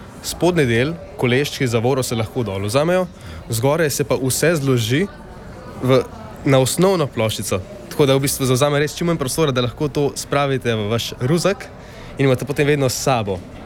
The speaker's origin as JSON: {"language": "Slovenian", "town": "Škofja Loka", "region": "Upper Carniola", "country": "Slovenia", "lives_now": "Vipava, Slovenia", "said": "sem dijak Škofijske gimnazije Vipava. V bistvu sem iz Škofje Loke, zato sem pa tudi v dijaškem domu v Vipavi."}